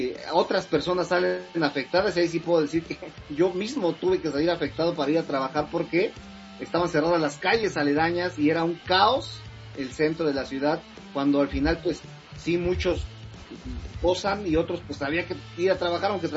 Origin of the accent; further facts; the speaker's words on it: Mexico; por supuesto que la mayoría de los mexicanos nos da lo mismo Argentina